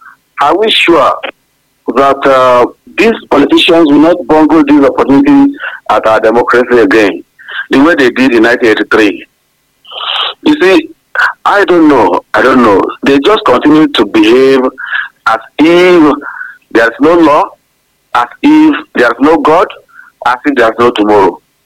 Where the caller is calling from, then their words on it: Nigeria; from Lugweru.